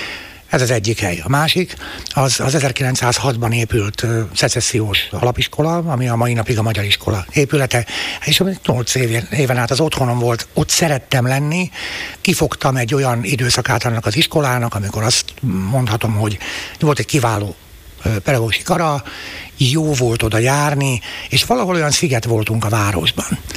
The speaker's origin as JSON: {"language": "Hungarian", "town": "Šaľa", "region": "Nitra Region", "country": "Slovakia", "tie": "born or raised there", "said": "Szülővárosom és gyermekkorom színtere Vágselje, az a mátyusföldi egykori mezőváros, amelyből aztán később a szocializmus idején egy komoly ipari központ lett."}